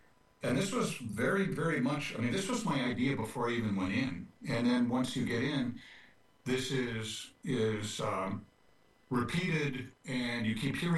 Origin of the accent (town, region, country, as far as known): Fridley, Minnesota, United States; born or raised there